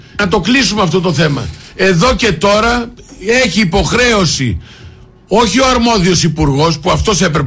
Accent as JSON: {"language": "Greek", "country": "Greece", "said": "εγώ λοιπόν ως Έλληνας πολίτης"}